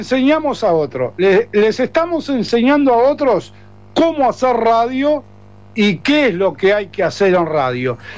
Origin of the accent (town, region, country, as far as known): Uruguay